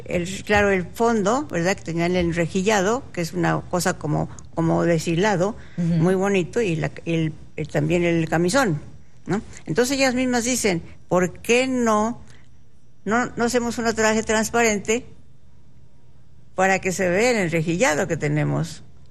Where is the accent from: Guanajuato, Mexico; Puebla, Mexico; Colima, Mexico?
Puebla, Mexico; born there; moved away; also born or lived in Mexico City; yo nací en Puebla.